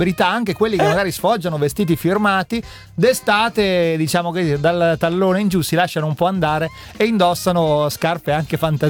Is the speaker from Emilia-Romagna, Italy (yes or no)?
yes; Emilia-Romagna, Italy; Io poi sono cresciuto in Romagna, che è un luogo dove la gente va in ciabatte sei mesi l'anno, quindi insomma sono un po' abituato.